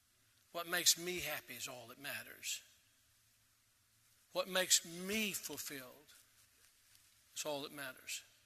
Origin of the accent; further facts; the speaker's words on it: United States; Yes, I'm an American